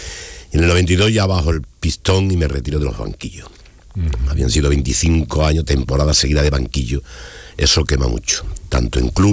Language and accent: Spanish; Dos Hermanas, Andalusia, Spain; also born or lived in Madrid; Bueno, llegué a Sevilla, yo soy nazareno.